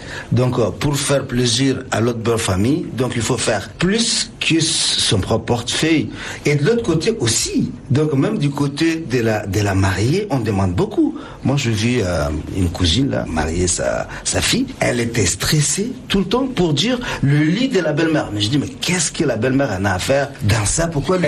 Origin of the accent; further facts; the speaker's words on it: Chad; on a envie aussi de nous sentir tchadiens avec nos choses.